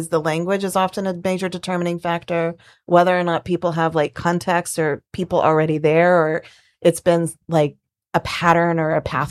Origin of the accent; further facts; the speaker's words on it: Arkansas, United States; I grew up in Arkansas, and we have this very large population of Marshallese in Arkansas, the middle of the United States, Marshallese Islanders in Arkansas.